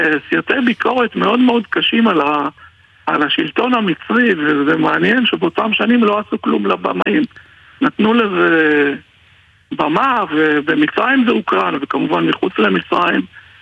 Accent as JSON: {"language": "Hebrew", "town": "Beersheba", "region": "Southern District", "country": "Israel", "tie": "born there"}